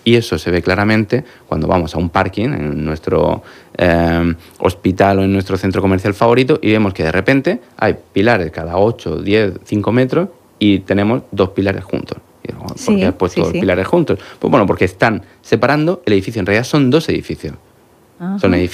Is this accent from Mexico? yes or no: no; Region of Murcia, Spain; en España somos, la región de Murcia, tenemos mucha experiencia en España y en Europa